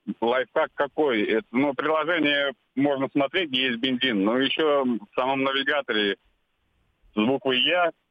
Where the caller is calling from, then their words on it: Nizhny Novgorod, Nizhny Novgorod Oblast, Russia; я из Нижнего Новгорода, звоню.